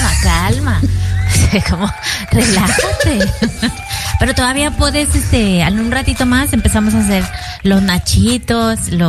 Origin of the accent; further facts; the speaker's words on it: Mexico; para nosotros, como mexicanos